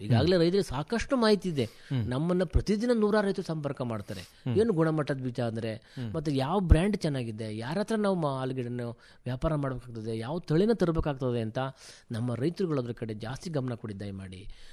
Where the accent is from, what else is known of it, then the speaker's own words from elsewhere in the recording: Karnataka, India; ನಾನು ಆಸನ ಭಾಗದವನೇ ಆಗಿದ್ದರಿಂದ